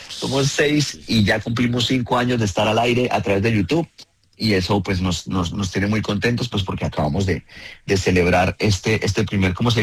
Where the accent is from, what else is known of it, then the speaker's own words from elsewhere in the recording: Bucaramanga, Santander, Colombia; 4 de junio voy a estar en mi tierrita, en Bucaramanga, mano, presentándome en el auditorio de la UNAP.